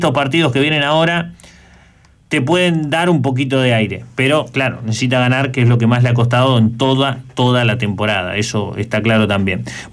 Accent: Argentina

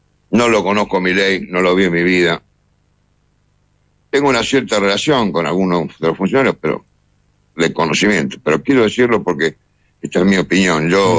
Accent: Argentina; moved away as an adult; also born or lived in United States; no estaba en Argentina, pero lo seguía porque como argentino uno sigue todo.

